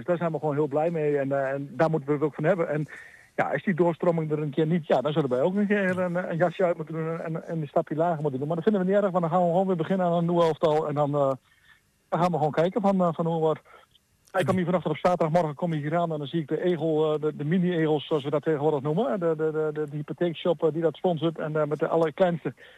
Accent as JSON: {"language": "Dutch", "town": "Oene", "region": "Gelderland", "country": "Netherlands", "moved": "yes", "said": "Ik kom zelf oorspronkelijk uit Oenen."}